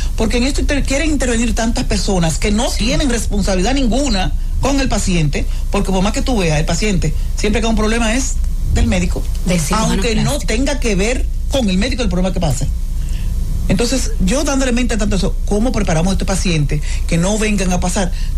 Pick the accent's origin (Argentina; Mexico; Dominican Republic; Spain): Dominican Republic; para mí es un orgullo decir que soy dominicana, que soy cirujana plástica, que soy de la República Dominicana